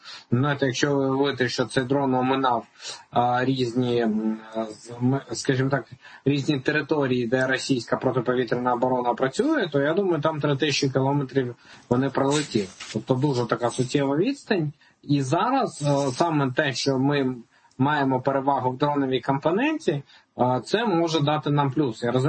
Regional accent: Yahotyn, Kyiv Oblast, Ukraine; now in Kyiv, Ukraine; в моєму рідному Яготині в Київській області

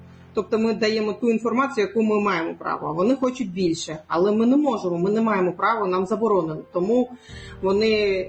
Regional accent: Crimea, Ukraine; Я кримська татарка, ми мусульмані всі.

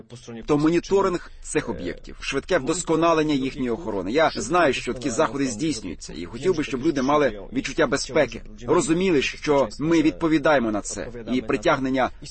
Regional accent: Poland; Ми поляки

